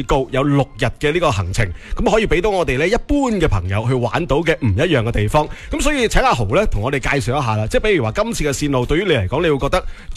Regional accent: Guangdong, China

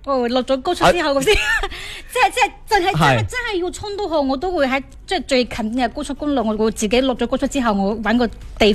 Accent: Meizhou, Guangdong, China; now in Foshan, China; 佢如果系由佛山呢度翻到我乡下

